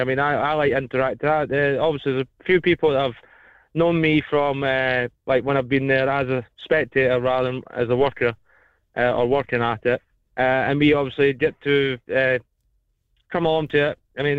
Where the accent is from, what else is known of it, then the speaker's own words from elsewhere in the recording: Northern Ireland, United Kingdom; born there; The good thing is I'm actually born from Northern Ireland, so there you go.